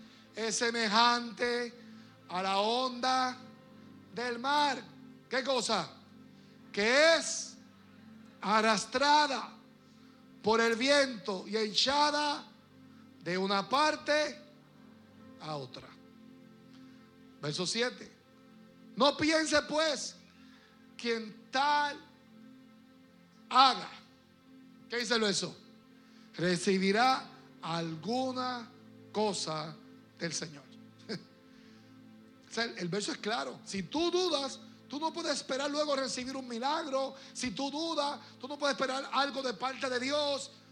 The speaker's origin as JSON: {"language": "Spanish", "country": "Puerto Rico"}